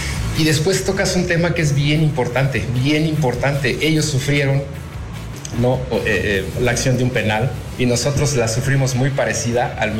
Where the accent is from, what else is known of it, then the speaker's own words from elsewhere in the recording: Mexico; now in Guatemala; Yo soy mexicano, ¿no? Yo soy mexicano.